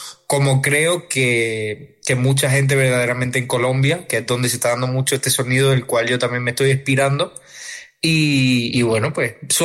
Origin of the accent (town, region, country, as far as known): Spain